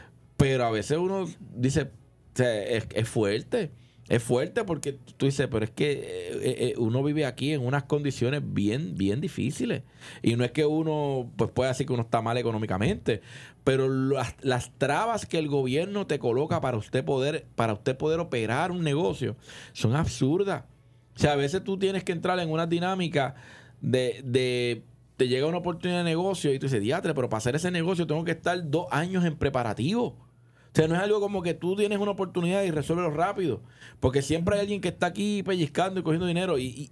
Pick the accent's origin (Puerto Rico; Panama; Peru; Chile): Puerto Rico; En Puerto Rico vivimos una isla